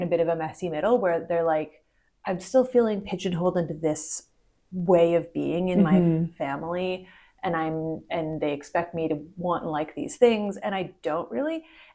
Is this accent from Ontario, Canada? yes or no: yes; Ottawa, Ontario, Canada; moved away; My hometown is Ottawa, which is not Toronto, but it's still pretty big.